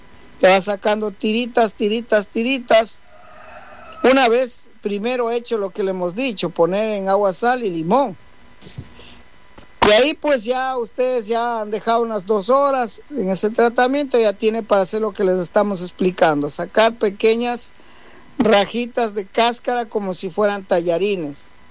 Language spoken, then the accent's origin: Spanish; Ecuador; nosotros los ecuatorianos.